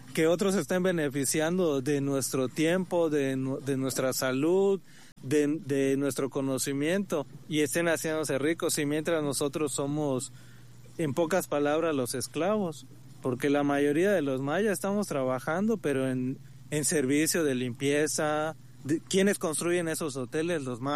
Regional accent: Bacalar, Quintana Roo, Mexico; la gente que somos de Bacalar.

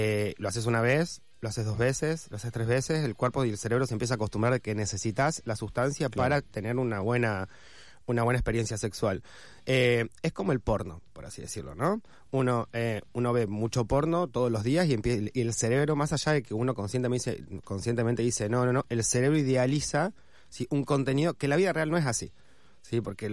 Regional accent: Neuquén, Argentina; En Neuquén Capital. Neuquén.

